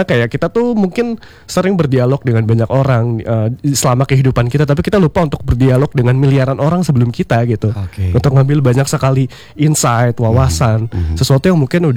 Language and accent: Indonesian; Bogor, West Java, Indonesia; kita kan orang Bogor